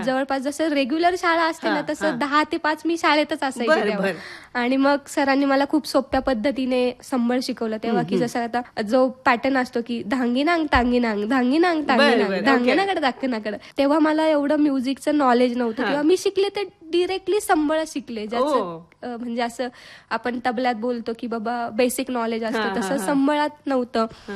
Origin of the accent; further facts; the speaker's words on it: Vadangali, Maharashtra, India; moved away as an adult; also born or lived in Rahata / Pune / Mumbai; माझं गाव वडांगळी आहे. तर माझं शिक्षण, प्राथमिक शिक्षण आणि माध्यमिक शिक्षण हे वडांगळी माझ्या गावातच झालं